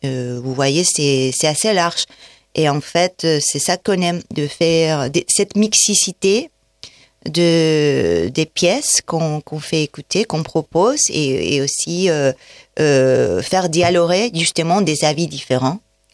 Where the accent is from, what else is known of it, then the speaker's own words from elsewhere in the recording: Valencia, Valencian Community, Spain; moved away as an adult; now in Annonay, France; Donc, en Espagne, je viens de Valencia